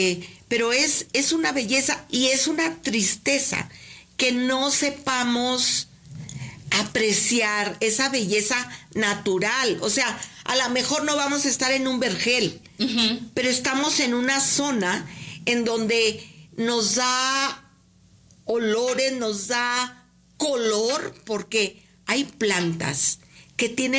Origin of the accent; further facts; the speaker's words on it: Chihuahua, Mexico; born there; Bueno, yo lo amo, toda esa parte, porque yo soy del norte, yo nací en Chihuahua.